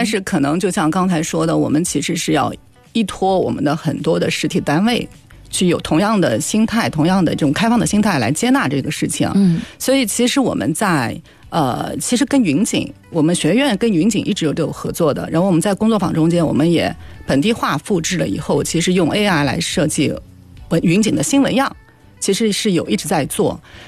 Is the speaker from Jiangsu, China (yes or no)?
yes; Nanjing, Jiangsu, China; 因为我本身就在南京长大